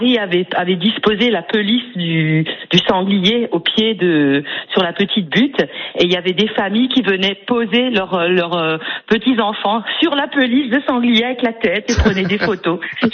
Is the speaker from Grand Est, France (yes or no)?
yes; Urmatt, Grand Est, France; je suis originaire d'Urmat